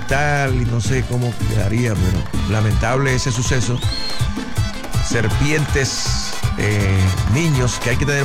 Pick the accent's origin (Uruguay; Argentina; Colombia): Colombia; Tierralta, Córdoba; moved away; Tierra Alta, claro que sí, mi pueblo.